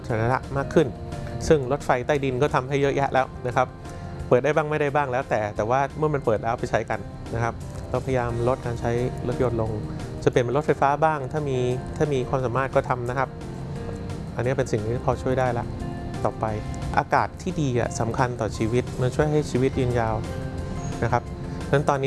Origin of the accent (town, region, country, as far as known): Bangkok, Thailand